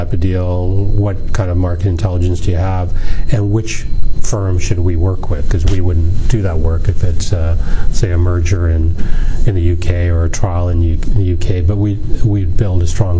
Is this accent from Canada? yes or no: yes; Scarborough, Ontario, Canada; I grew up in Scarborough, and I'm a big fan of Hakka Chinese food.